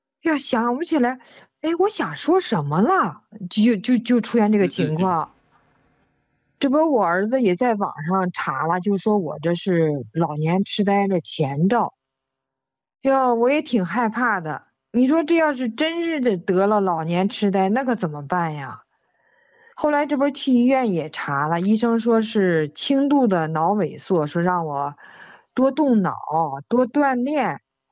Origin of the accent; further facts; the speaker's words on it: Baoding, Hebei, China; 我是河北保定的。